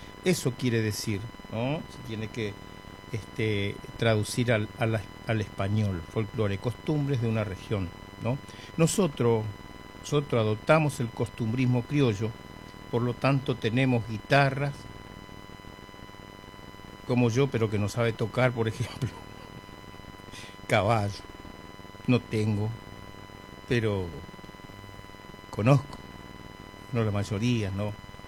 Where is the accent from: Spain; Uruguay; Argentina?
Argentina; Buenos Aires; como yo, me crié en Buenos Aires